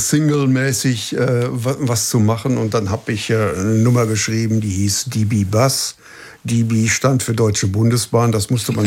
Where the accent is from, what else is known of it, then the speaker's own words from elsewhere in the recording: Schalksmühle, North Rhine-Westphalia, Germany; Das war noch in den Schulzeiten, wo wir also dann im Volmetal, wo ich herkomme, aus Schalksmühle, dann also eine berühmte Band wurden, so mit 15, 16.